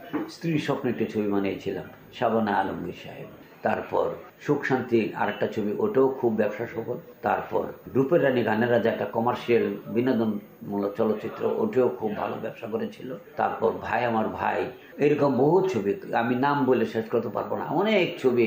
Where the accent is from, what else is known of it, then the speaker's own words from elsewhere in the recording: Brahmanbaria, Chittagong Division, Bangladesh; আমার বাড়ি ব্রাহ্মণবাড়ি